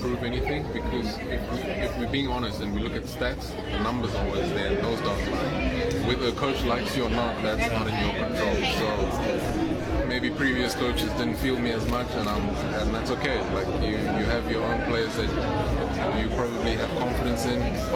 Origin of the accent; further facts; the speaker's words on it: South Africa; So, yeah, this is probably the best season I've had as a South African cricketer.